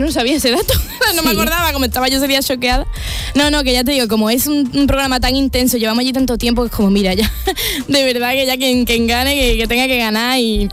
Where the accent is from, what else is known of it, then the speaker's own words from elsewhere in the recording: Mairena del Aljarafe, Andalusia, Spain; porque encima es mi pueblo.